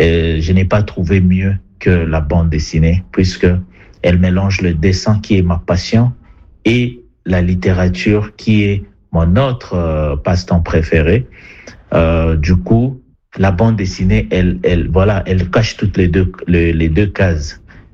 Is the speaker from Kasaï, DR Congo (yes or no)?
no; Bukavu, South Kivu, DR Congo; Je suis marié, père de 4 enfants. Je suis né dans le Kivu, à l'est de la République démocratique du Congo, à Bukavu plus précisément.